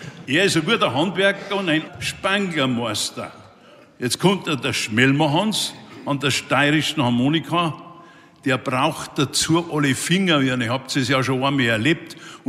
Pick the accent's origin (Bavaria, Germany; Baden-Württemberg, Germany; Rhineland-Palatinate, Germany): Bavaria, Germany; Munich; ich komme aus Feldmoching. Ein Feldmochinger mit niederbayerischen Wurzeln, kann man sagen.